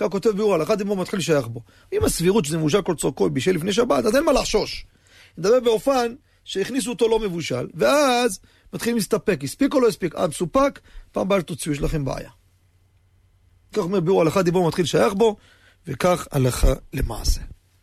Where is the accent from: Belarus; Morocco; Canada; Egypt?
Morocco; אנחנו מרוקאים